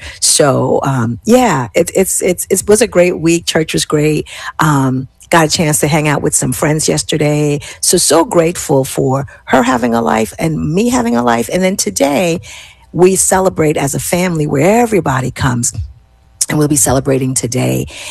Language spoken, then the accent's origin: English; Jamaica; As a Jamaican